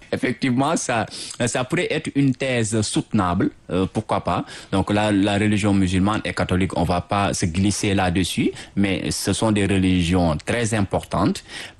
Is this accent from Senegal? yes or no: yes; Senegal; en tant qu'Africain, de surcroît, en tant que Sénégalais